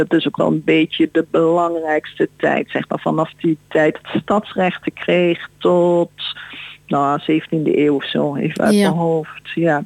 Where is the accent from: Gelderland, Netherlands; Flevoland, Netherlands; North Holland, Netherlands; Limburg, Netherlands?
Limburg, Netherlands; now in Amersfoort, Netherlands; Ik ben in Limburg geboren en getogen.